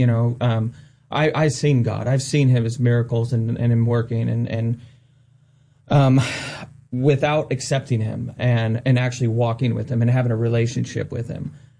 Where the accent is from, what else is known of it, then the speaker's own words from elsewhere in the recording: Sacramento, California, United States; I was born and raised in Sacramento.